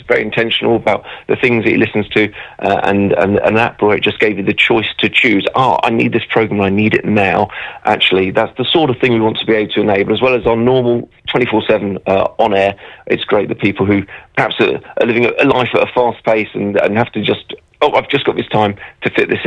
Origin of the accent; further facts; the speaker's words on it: London, United Kingdom; moved away as an adult; now in Bournemouth, Christchurch and Poole, United Kingdom; I'm a Londoner, so I've only been here since 2017